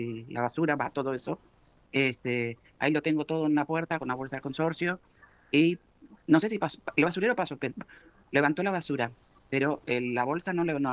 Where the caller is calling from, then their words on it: Buenos Aires, Argentina; Yo vivo en Buenos Aires